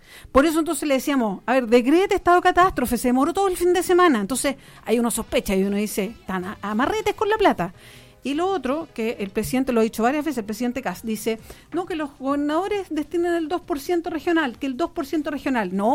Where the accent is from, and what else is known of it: Chile